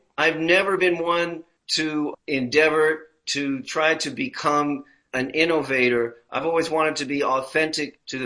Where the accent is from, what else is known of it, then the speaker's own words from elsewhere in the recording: New York City, New York, United States; And so it motivated my moving back to my hometown of New York City when I was 19 in the spring of 1982.